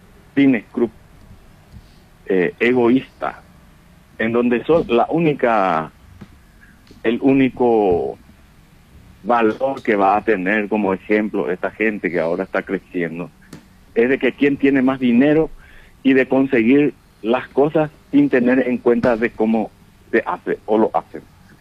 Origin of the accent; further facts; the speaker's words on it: Presidente Franco, Alto Paraná, Paraguay; Yo nací en Franco, acá yo me crié.